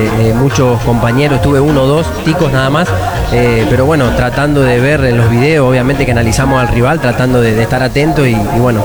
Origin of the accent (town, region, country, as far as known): Argentina; moved away as an adult; now in Costa Rica